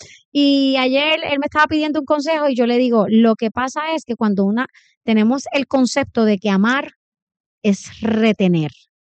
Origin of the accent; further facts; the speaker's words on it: Guayama, Puerto Rico; yo soy natural de Guayama